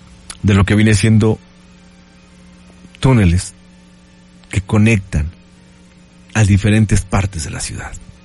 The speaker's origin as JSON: {"language": "Spanish", "town": "Atlixco", "region": "Puebla", "country": "Mexico", "said": "Pero yo soy de Atlixco."}